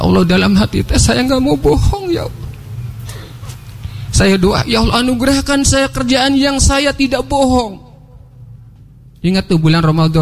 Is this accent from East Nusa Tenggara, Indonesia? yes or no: no; Indramayu, West Java, Indonesia; Walaupun saya orang Indramayu, dapat beasiswa orang Bandung gitu ya, alhamdulillah.